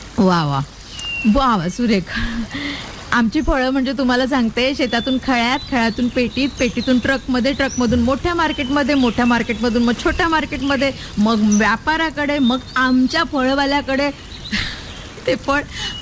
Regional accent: Maharashtra, India; अगं मी मराठीच आहे

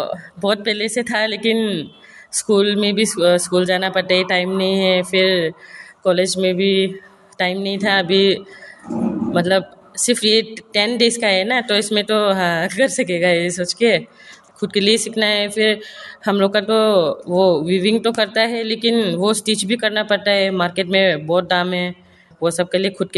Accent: Haflong, Assam, India; also born or lived in Mahur; मेरा जन्म माहूर बोरोपू गांव में हुआ है, लेकिन बचपन से मेरा स्कूलिंग, मेरा एचएस, ग्रेजुएशन सब भी हाफोंग में हुआ है।

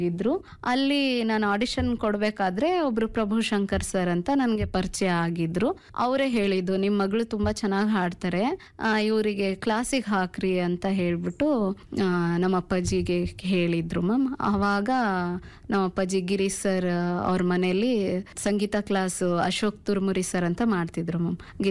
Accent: Karnataka, India; also born or lived in Davanagere; ಅದಾದ್ಮೇಲೆ ನಮ್ಮೂರಿಂದ ಒಂದು 2 ಕಿಲೋಮೀಟರ್ ದೂರ ಸಾಸಿವೆಯಲ್ಲಿ ಅಂತ, ಅಲ್ಲಿ ನನ್ನ ಹೈಸ್ಕೂಲ್ ಎಜುಕೇಷನ್ ಅಲ್ಲೇ ಮ್ಯಾಮ್, 8th, 9th, 10th ಅಲ್ಲಿ ಓದಿದ್ದು. ಅಲ್ಲಿಂದ PUC ಹರಪನಹಳ್ಳಿ, ಹರಪನಹಳ್ಳಿಯಿಂದ ನಾನು 2017 ಅಲ್ಲಿ ದಾವಣಗೆರೆಗೆ

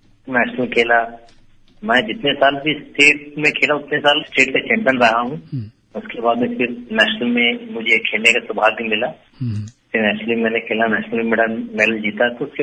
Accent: Bhilai, Chhattisgarh, India; चूंकि हम भिलाई शहर में पले बड़े हैं

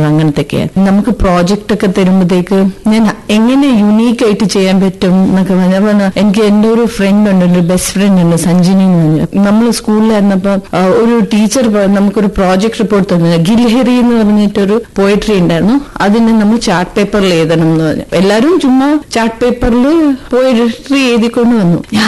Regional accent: Firozpur, Punjab, India; born there

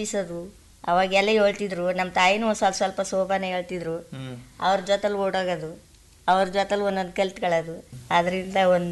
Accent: Karnataka, India; ನಮ್ಮ ಹುಟ್ಟೂರು ಟಿ ನರಸೀಪುರ ತಾಲೂಕು ತಲಕಾಡು ಹೋಬಳಿ ಎಂಗೆ ಗ್ರಾಮ.

